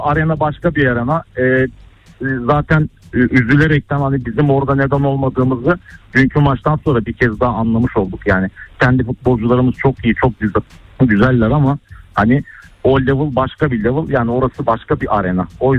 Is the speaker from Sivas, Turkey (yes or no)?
yes; Sivas, Turkey; Biz de gururla her zaman olduğu gibi bir Sivaslı olarak Süper Lig'de takımımız var.